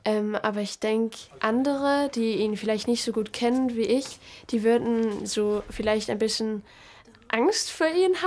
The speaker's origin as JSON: {"language": "German", "region": "Schleswig-Holstein", "country": "Germany", "first_language": "Danish", "second_language": "German", "said": "Meine Muttersprache ist Dänisch und wenn ich auch hier an der Schule kam, da konnte ich kein Deutsch."}